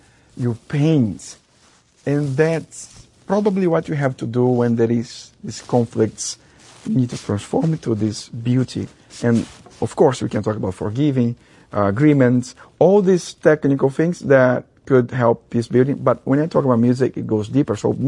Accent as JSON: {"language": "English", "town": "Belém", "region": "Pará", "country": "Brazil", "tie": "born or raised there", "moved": "yes", "said": "So I come from the Amazon region of Brazil, and a place called Belém."}